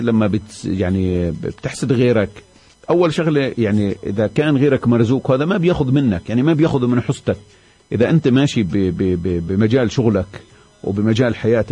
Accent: Palestine; احنا كفلسطينيين

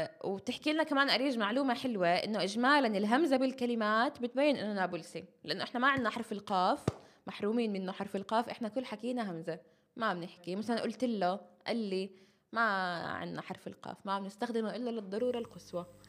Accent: Nablus, West Bank, Palestine

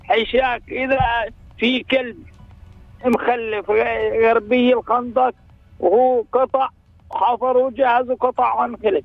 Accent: Ras al-Ahmar, Tubas Governorate, Palestine; هي أرضنا، أرضنا، إحنا مش جايين، إحنا مش جايين من بنغلاديش، هاي أرضنا من ما خلقنا أبا عن جد وإحنا عايشين فيها

